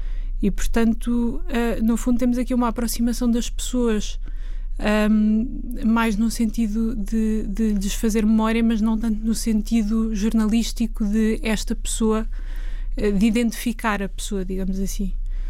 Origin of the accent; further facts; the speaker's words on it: Lisbon, Portugal; também como lisboeta e como uma pessoa que vive nessa cidade.